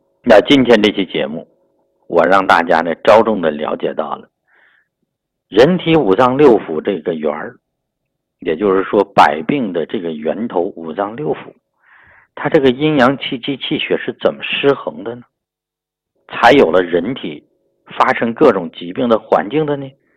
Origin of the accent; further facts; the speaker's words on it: Yunnan, China; 我们云南人吃米线